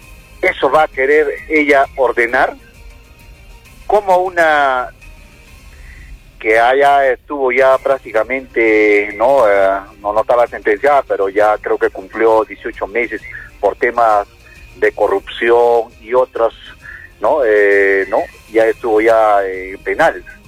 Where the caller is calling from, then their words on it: Peru; sí somos responsables como peruanos, desde que nacimos hasta cuando morimos.